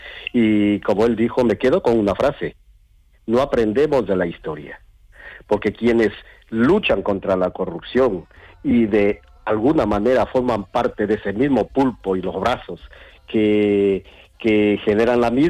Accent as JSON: {"language": "Spanish", "country": "Ecuador"}